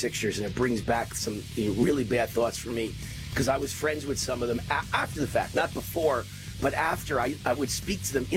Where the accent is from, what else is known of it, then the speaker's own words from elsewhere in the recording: New York City, New York, United States; It's horrible what's happening in my hometown, New York City.